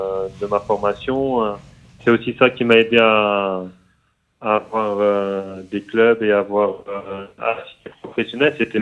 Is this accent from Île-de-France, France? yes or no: yes; Paris, Île-de-France, France; Mais c'est vrai que, en tant que Parisien, tu as envie.